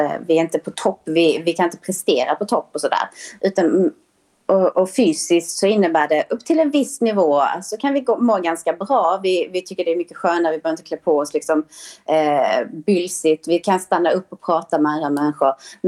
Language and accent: Swedish; Sweden; som svensk